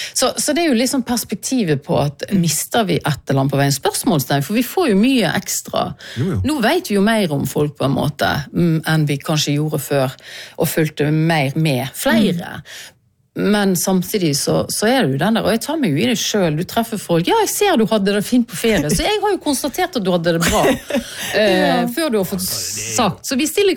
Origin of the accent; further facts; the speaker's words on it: Vestland, Norway; Ja, jeg er jo stril, sant? Så jeg prøver jo å holde på språket.